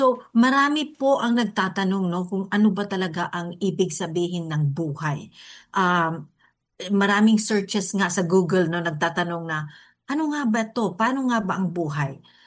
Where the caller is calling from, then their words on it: Tacloban, Eastern Visayas, Philippines; I'm coming directly now from Tacloban City, no. I'm coming in right now from Tacloban City, Eastern Visayas.